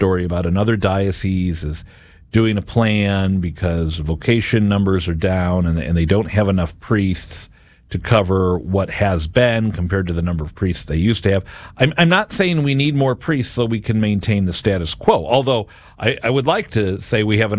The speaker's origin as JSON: {"language": "English", "country": "United States", "tie": "born or raised there", "said": "I think about where I grew up in South County"}